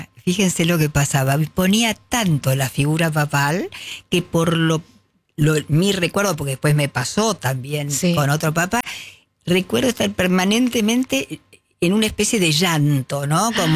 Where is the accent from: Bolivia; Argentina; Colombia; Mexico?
Argentina